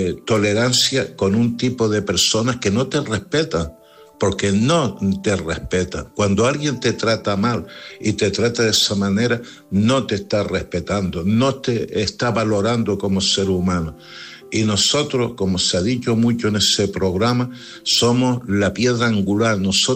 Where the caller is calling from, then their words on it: Canary Islands, Spain; de Gran Canaria.